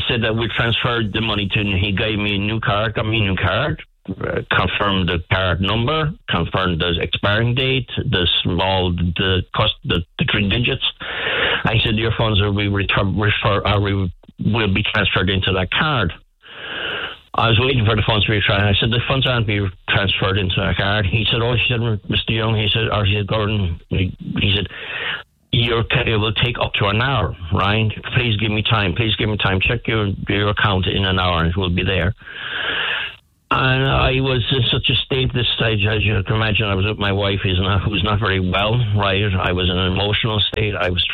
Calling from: Bantry, Munster, Ireland; I'm ringing from Bantry.

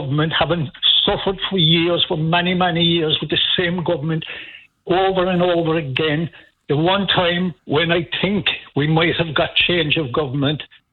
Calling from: Ireland

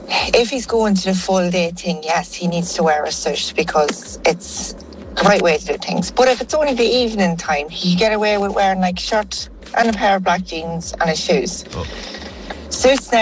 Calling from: Dundalk, County Louth, Ireland; here from Dundalk.

